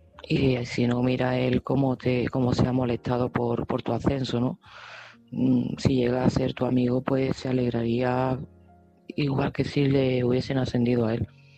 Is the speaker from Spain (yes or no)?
yes; Seville, Andalusia, Spain; de Sevilla y este mensaje va para Patricio.